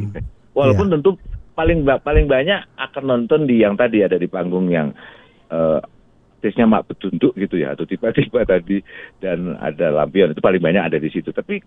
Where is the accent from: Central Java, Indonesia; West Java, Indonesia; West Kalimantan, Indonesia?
Central Java, Indonesia; Dieng; kalau kami orang Dieng